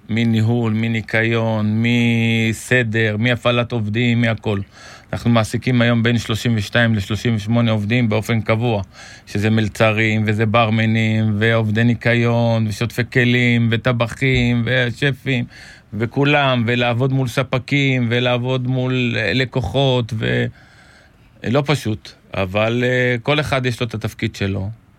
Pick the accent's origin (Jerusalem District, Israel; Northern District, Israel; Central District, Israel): Northern District, Israel; Beit She'an; גם גדלתי שם